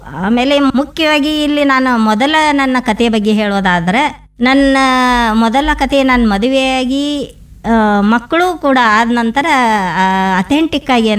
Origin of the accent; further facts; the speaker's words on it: Ramdurg, Karnataka, India; born there; moved away as an adult; now in Sulebhavi, India; ನಾನು ಹುಟ್ಟಿದ್ದು ರಾಮದುರ್ಗ ಆಗಿರ್ಬೋದು, ಆದರೆ ನನ್ನ ಸಾಹಿತ್ಯ ಬೆಳೆದದ್ದು ಸುಳೇಬಾವಿಯಲ್ಲಿ ಅಂತ ಹೇಳಕ್ಕೆ ಇಷ್ಟಪಡ್ತೀನಿ